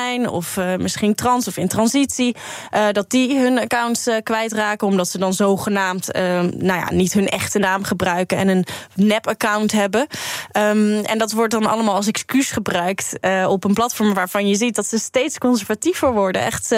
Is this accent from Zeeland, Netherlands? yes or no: yes; Zeeland, Netherlands; ik kom uit Zeeland, maar ik heb ook op een heel christelijke basisschool gezeten.